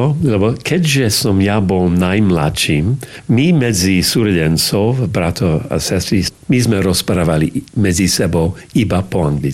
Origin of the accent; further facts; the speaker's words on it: New Westminster, British Columbia, Canada; born there; Slovak is a second language; also born or lived in Rome; v New Westminster bola slovenská farnosť. Tam boli jezuiti. William Lacko, Jan Žabka. Ja som bol ministrantom. A vtedy ešte omša bola v latinčine, tak som nemusel rozprávať po slovensky.